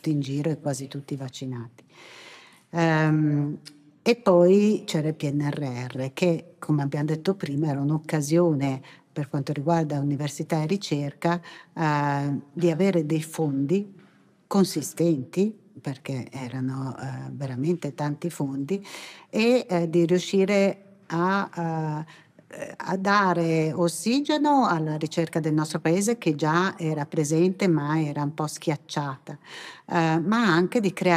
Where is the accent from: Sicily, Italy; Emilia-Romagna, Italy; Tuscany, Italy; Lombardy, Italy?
Lombardy, Italy; Milan; l'Istituto Dognocchi, che io da milanese conoscevo come milanese e che non sapevo che fosse così esteso